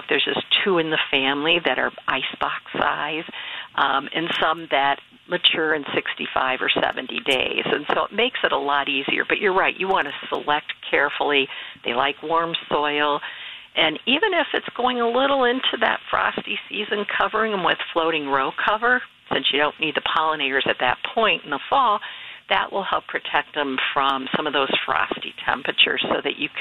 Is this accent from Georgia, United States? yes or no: no; Ohio, United States; born or raised there; moved away